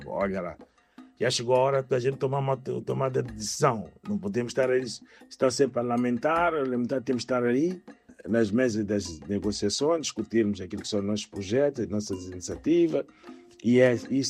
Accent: Mozambique; now in Germany; Estamos aqui na Alemanha. A Alemanha é um Estado federado e nós não temos nenhum projeto nenhum como moçambicanos aqui na Alemanha.

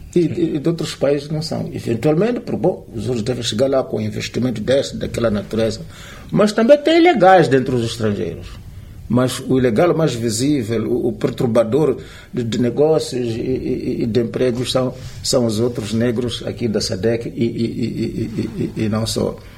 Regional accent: Mozambique; nós como moçambicanos

